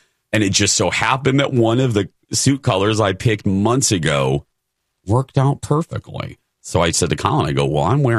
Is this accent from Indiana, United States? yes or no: yes; Indiana, United States; It was in my home state of Indiana. It was great to be back.